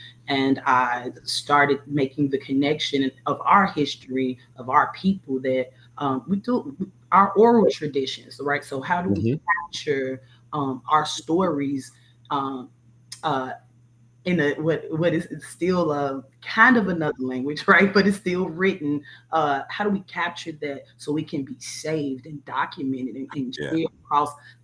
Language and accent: English; Chicago, Illinois, United States; I grew up near North and the low end, which we call Bronzeville